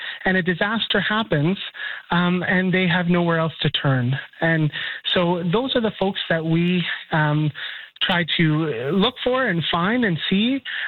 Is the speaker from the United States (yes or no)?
no; Winnipeg, Manitoba, Canada; I'm from Winnipeg. That's where I live.